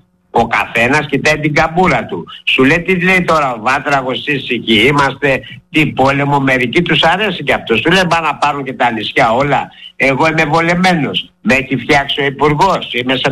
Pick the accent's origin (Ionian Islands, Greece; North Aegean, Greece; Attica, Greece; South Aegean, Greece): South Aegean, Greece; Ermoupoli; Ευτυχώς που κατάγομαι από την Ερμούπολη της Σύρου που είναι η πρωτεύουσα των Κυκλάδων